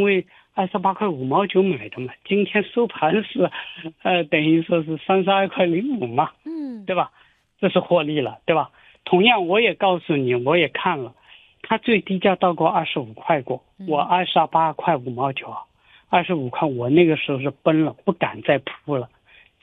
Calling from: Shanghai, China; 阿拉上海人讲

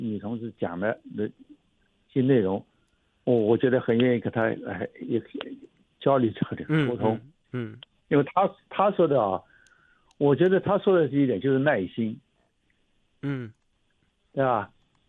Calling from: Hangzhou, Zhejiang, China; 我是杭州的

